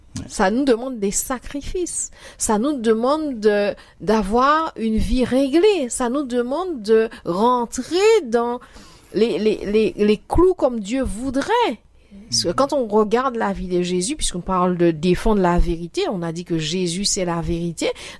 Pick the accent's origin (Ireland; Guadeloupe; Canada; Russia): Guadeloupe; chez nous, en Guadeloupe, on dit « débrouillard pas méché ».